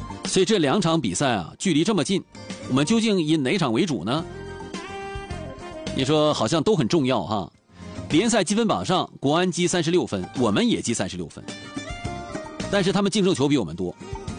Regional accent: Dalian, Liaoning, China; 对于我们大连人来讲，目标只有一个，是吧？

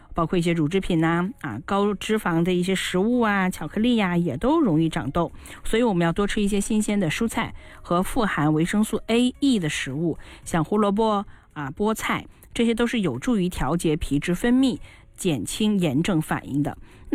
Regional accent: China; 其实我们包括我们中国人哈，

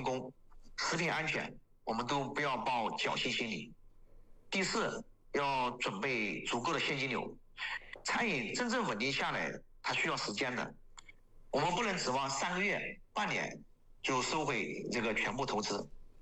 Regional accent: Hefei, Anhui, China; now in Ho Chi Minh City, Vietnam; 我希望我们安徽，我们家乡合肥，我们安徽的老乡，来越南胡志明旅游，来我的餐厅体验我们

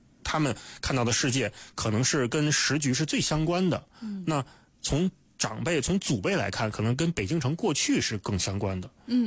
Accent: China; 可能因为我们是中国人，

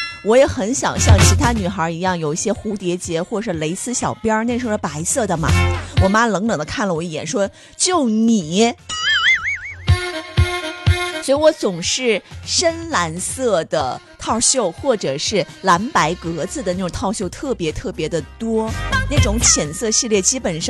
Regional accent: Guiyang, Guizhou, China; 因为我的家乡是在贵州贵阳，然后冬天的话还是有点冷啊，虽然比不上东北那边，

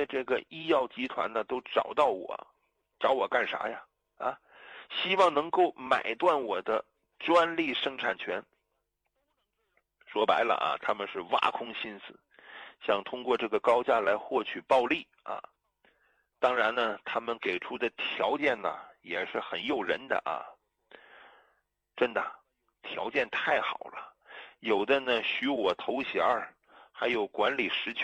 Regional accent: China; 作为中国人，我这心里边装的是国家呀，装的是人民呐

